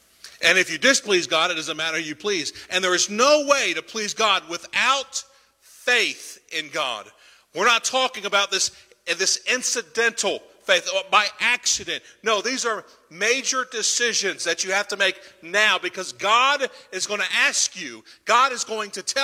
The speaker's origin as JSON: {"language": "English", "country": "United States", "said": "I'm an American. I live in America."}